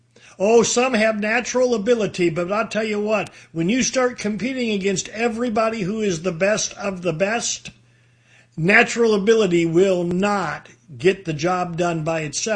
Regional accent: Detroit, Michigan, United States; I come from Detroit

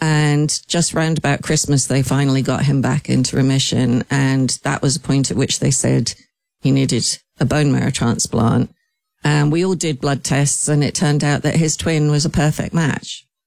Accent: Ireland; he was supposed to finish on St. Patrick's Day, which I thought was a good omen, being Irish.

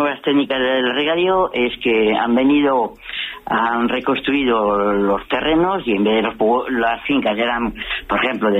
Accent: Villares de Órbigo, Castile and León, Spain; born there; nací aquí en Villares de Órbigo

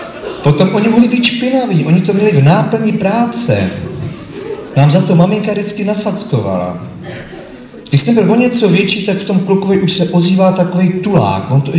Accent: Tábor, South Bohemian Region, Czechia; born there; Já jsem se narodil v Táboře. V roku 1900.

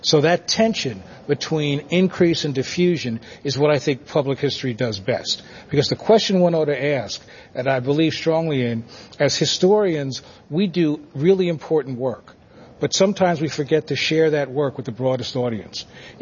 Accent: Belleville, New Jersey, United States; also born or lived in Newark, New Jersey; I was born in Newark, New Jersey. Hail Jersey people. I grew up in a town called Belleville where it was overwhelmingly Italian and me.

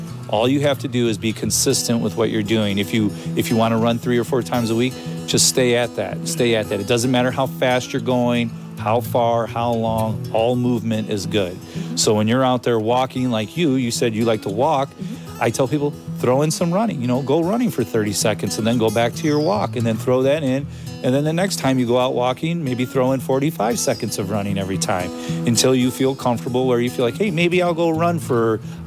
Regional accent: Spencer, Ohio, United States; Yeah, I grew up south in Spencer.

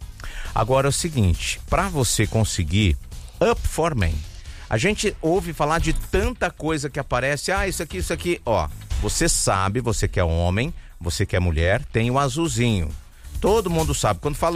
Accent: Paraná, Brazil; Não, sou paranaense.

